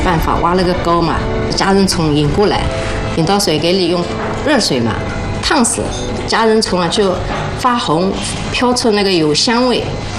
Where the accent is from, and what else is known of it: Kunshan, Jiangsu, China; born there